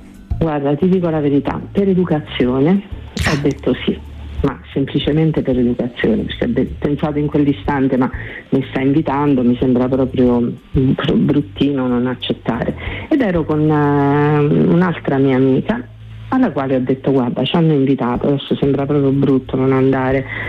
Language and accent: Italian; Abruzzo, Italy; E io sono abruzzese, sono marsicana